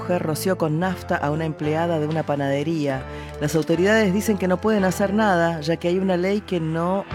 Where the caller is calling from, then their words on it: El Bolsón, Río Negro, Argentina; Aquí, lugar tranquilo